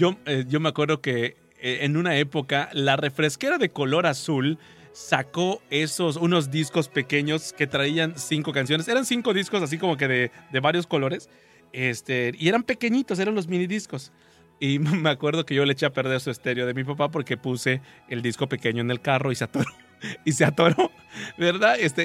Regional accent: Mexico; moved away; allá en el pueblo de donde soy, en Temash

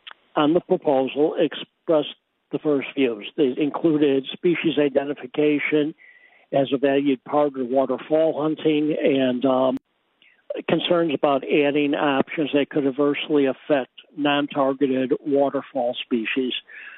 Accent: Illinois, United States; I grew up in Illinois

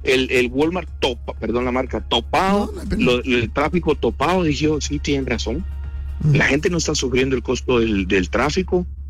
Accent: Guatemala; soy un guatemalteco común y corriente que presta un servicio, que vivo el día a día

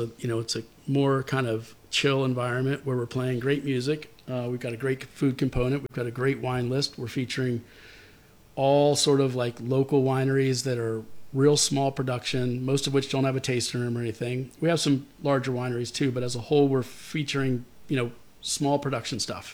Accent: Maryland, United States; moved away; also born or lived in New York, United States / Bucks County, Pennsylvania, United States; Grew up in Maryland, D.C., moved to New York, lived in Manhattan for a while, lived outside of Manhattan, Bucks County, Pennsylvania for a while.

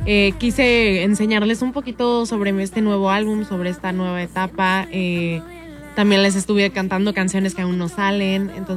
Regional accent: Querétaro, Mexico; Me encantaría tal vez llevarlo a Querétaro, de donde soy

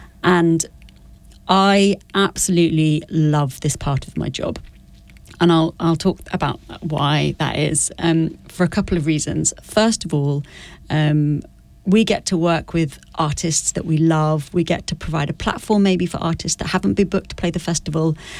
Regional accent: United Kingdom; moved away as an adult; now in Lafayette, United States; And I'm from the UK, you can probably hear my accent.

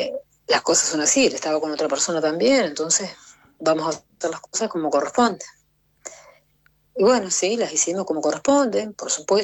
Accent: Gualeguay, Entre Ríos, Argentina; born there; moved away as an adult; yo viviendo en Gualeguay

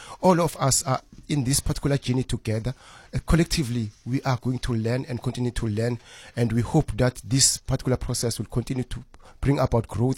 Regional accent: Cape Town, Western Cape, South Africa; That's what makes us as South Africans and as Cape Townians.

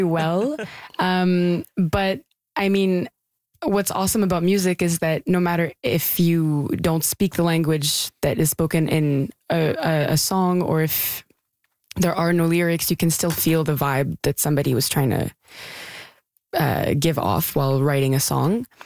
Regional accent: Gatineau, Quebec, Canada; now in Montreal, Canada; But also, I mean, Gatineau, growing up in Gatineau was great as a kid. But I think I wanted to expand my horizons a little bit, and Montreal was certainly a place

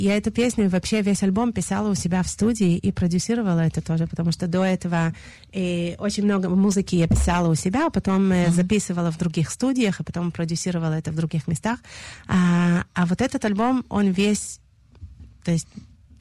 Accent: Chisinau, Moldova; moved away; я из Кишинева, там мне очень близка цыганская музыка

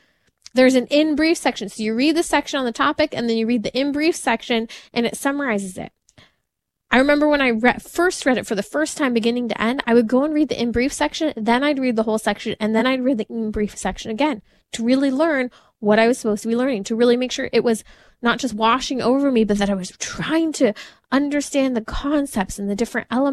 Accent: United States; being an American

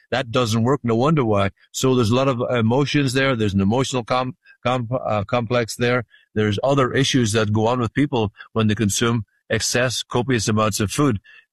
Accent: Ireland; now in California, United States; People talk a good talk out here in California because I come from Ireland. We say in Ireland, he's full of blarney or she's full of blarney.

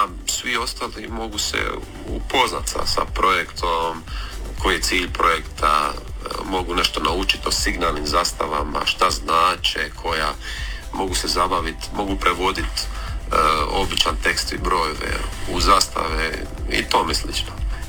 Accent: Orebić, Dubrovnik-Neretva County, Croatia; Evo, lijep pozdrav … dolazim sa Pelješca, točno iz Orebića.

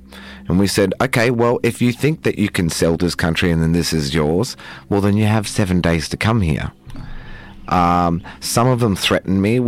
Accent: Queensland, Australia; I'm from Wangan and Yagalingu country up in central Queensland. We're about 5 hours drive west of Mackay, and we speak Widi language, which is a main core language in central Queensland, along with the Gungalu and Biri language.

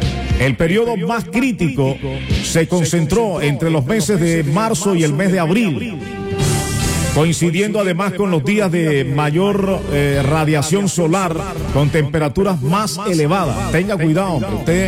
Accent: Zipacoa, Bolívar, Colombia; moved away; ni en Zipacoa, mi pueblo, ya esa vaina no se ve.

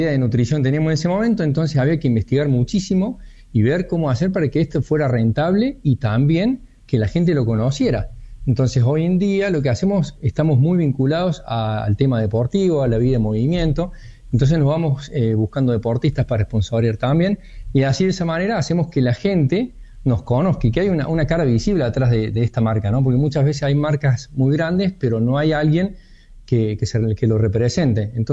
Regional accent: Argentina; El argentino en sí es resiliente, el contexto te obliga a pensar y eso nos hace únicos como argentinos, ¿no? No, yo diría como que el argentino no sabe cómo rendirse.

